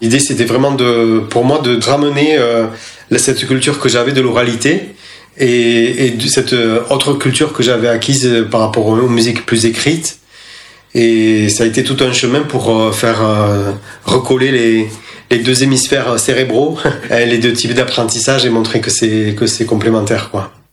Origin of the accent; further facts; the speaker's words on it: Occitanie, France; born there; Moi, je suis né en Occitanie, dans la région qui s'appelle Gascogne, proche du Pays Basque, avec des racines dans ma famille aussi, des racines en Espagne et en Catalogne. Donc, j'ai grandi avec les langues françaises, occitanes, catalanes et espagnoles dans les oreilles et dans la bouche.